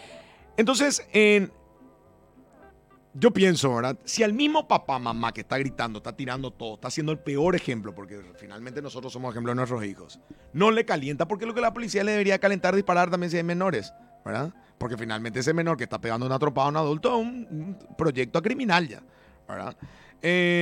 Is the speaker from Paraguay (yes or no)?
yes; Paraguay; O sea, la risa termina siendo una anestesia a no ver lo desesperante que somos como paraguayos.